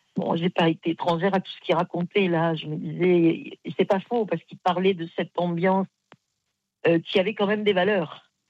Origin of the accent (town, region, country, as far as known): Aix-en-Provence, Provence-Alpes-Côte d'Azur, France